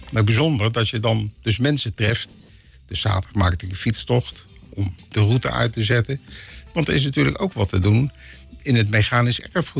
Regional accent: The Hague, South Holland, Netherlands; now in Lelystad, Netherlands; Nee, ik kom zelf uit Den Haag.

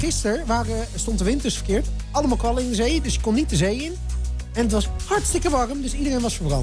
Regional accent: Netherlands; Daar zijn we Nederlanders voor, toch?

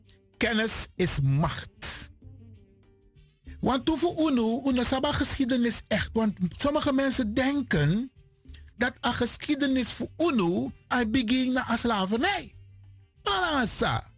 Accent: Suriname; ja, ik ben geen Afrikaan, ik ben een Surinamer.

